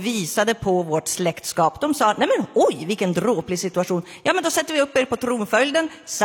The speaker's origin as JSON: {"language": "Swedish", "region": "Gotland", "country": "Sweden", "accent": "Gotlandic", "said": "det är min gotländska som skiner igenom ibland."}